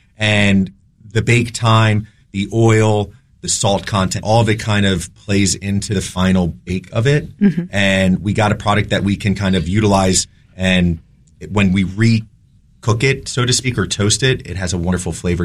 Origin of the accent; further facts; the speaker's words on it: New Jersey, United States; born there; moved away; also born or lived in New York / Boston; I grew up in New Jersey and New York.